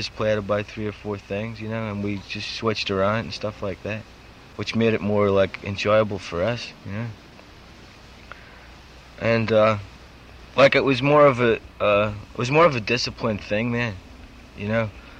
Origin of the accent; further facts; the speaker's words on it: Belfast, Northern Ireland, United Kingdom; It's a very musical town. I come from Belfast. There's a lot of musicians, you know.